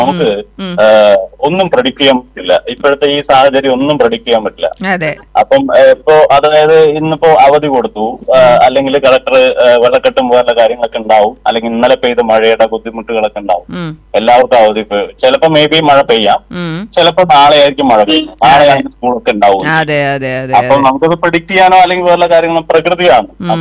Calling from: Kerala, India; Correct പുൽപ്പള്ളിയാണ്, അതായത് ചിറ്റൂരിന്ന് പാലക്കാട് പോകുന്ന കൊടുമ്പ് വഴി പോകുന്ന സ്ഥലം.

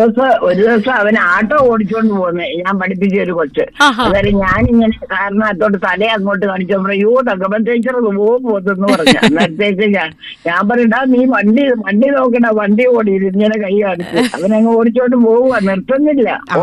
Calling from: Kerala, India; കല്ലേലി ഭാഗത്ത് നിന്ന്, എറണാകുളിക്ക് അടുത്താ കല്ലേലി ഭാഗം. കല്ലേലി ഭാഗത്ത് നിന്ന്

